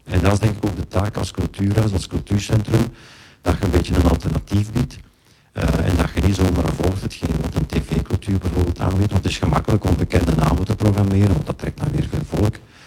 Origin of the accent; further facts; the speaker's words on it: Herentals, Flanders, Belgium; also born or lived in Turnhout; now in Limburg, Belgium; Ik ben in Turnhout geboren, ja. Maar ik ben opgegroeid in Herentals, Noorderwijk.